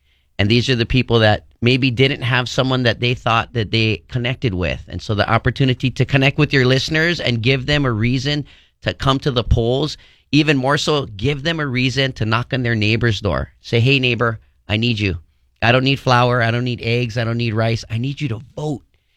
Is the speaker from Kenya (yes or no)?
no; Waianae, Hawaii, United States; I'm born and raised in Waianae.